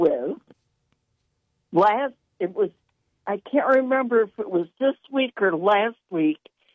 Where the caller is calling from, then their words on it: United States; I'm an American person.